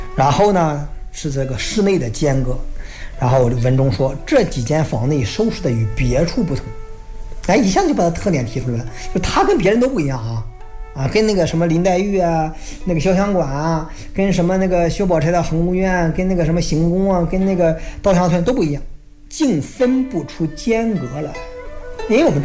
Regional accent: China; 我们中国人

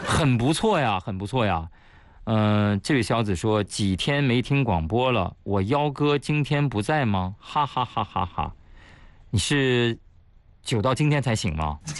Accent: China; 就是我们中国人自己的游戏啊，自己的游戏

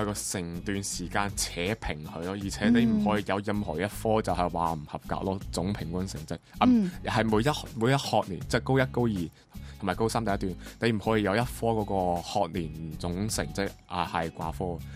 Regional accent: Macau; 我哋澳门人

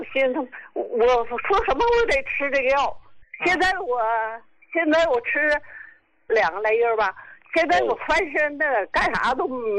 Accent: Qinhuangdao, Hebei, China; 秦皇岛的。

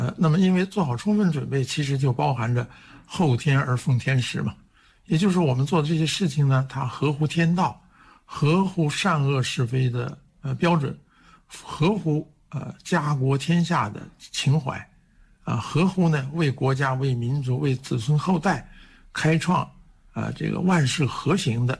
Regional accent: China

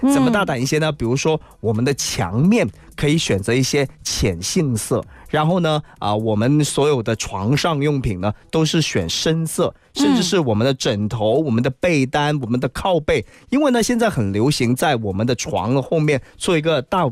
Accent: China; 我们中国人呢特别在南方传统就是要晾衣服的

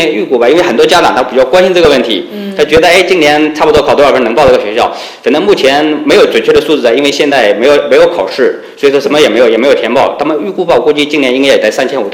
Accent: southern China, China; now in Northeast China; 因为我老家是南方的，

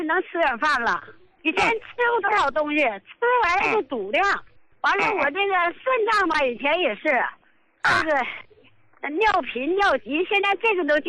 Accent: Jilin, China; 哎，我是吉林的。

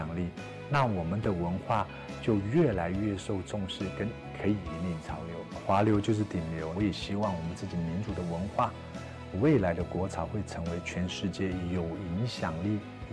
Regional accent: Taipei, Taiwan; 我们小时候在台北长大，所以你知道台北这座城市很多街道都是以大陆的各个城市来做命名

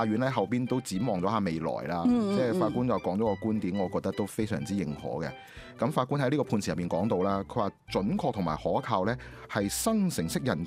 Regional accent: Guangdong, China; 我哋廣東人講嘅老作

